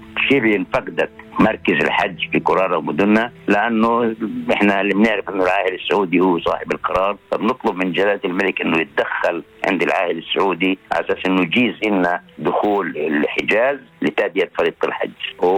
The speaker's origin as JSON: {"language": "Arabic", "country": "Palestine", "said": "احنا فلسطينيين داخل اللي صمدنا على ارضنا صامدين تحت القهر وتحت الظروف والاضطهاد"}